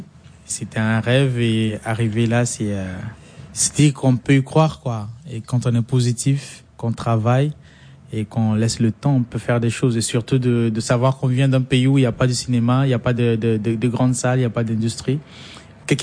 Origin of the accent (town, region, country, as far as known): Central African Republic; born or raised there